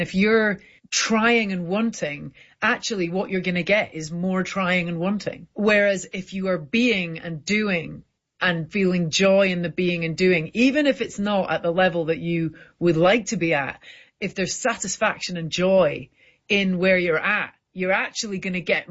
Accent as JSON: {"language": "English", "region": "Scotland", "country": "United Kingdom", "said": "we were laughing because we're both Scottish Asian. I'm like quarter Chinese."}